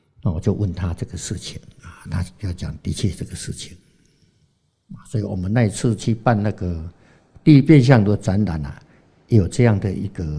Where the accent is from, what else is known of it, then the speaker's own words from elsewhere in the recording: Taiwan; accent: Taiwanese; 那个老板娘听到我们是台湾口音的啊，讲台语的